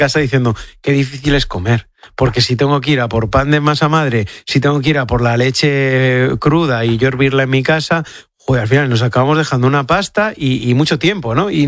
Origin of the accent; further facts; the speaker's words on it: Galicia, Spain; En mi tierra, en Galicia